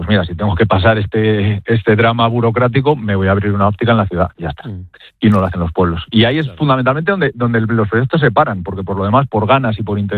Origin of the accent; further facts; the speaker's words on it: Mayorga, Castile and León, Spain; habrán venido a Mayorga, que es mi pueblo, a verme